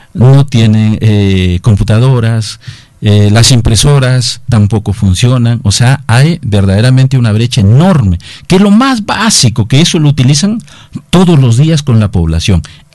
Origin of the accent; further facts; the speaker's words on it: Usquil, La Libertad, Peru; mi pueblo de Usquil